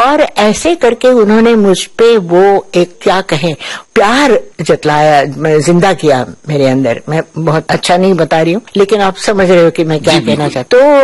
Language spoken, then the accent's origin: Hindi; Pune, Maharashtra, India; पुणे आ गई, और नाना के पास, मतलब अपने पिता के पास, मेरे नाना अप्पा नाम कहते थे, और तब से मैं उनकी छत्र छाया में पली बड़ी।